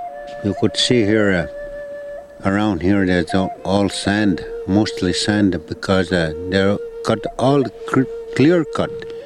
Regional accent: Canoe Lake, Saskatchewan, Canada; from I'm from Canoe Lake in Saskatchewan.

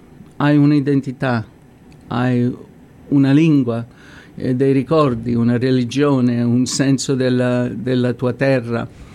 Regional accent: Ceprano, Lazio, Italy; born there; Allora, io sono nata a Ceprano e mio papà venne in Canada nel 1956, perché dopo la guerra la nostra zona nel Lazio è stata molto molto distrutta

